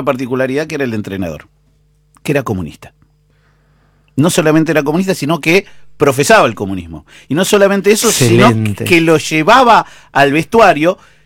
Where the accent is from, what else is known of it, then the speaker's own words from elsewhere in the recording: Argentina; Soy argentino.